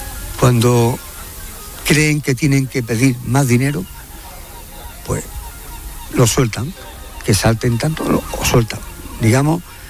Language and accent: Spanish; Spain; Nosotros, los melillenses y los ceutíes, somos mucho más españoles que, bueno, no españoles, digamos que somos nacionalistas